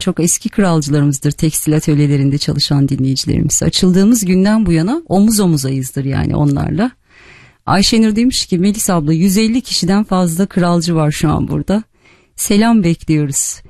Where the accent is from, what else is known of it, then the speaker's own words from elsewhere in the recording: Malatya, Turkey; Keşke denk gelseydi şöyle güzel bir Malatya türküsü çalsaydım. Çok severim ben bizim oraların türkülerini.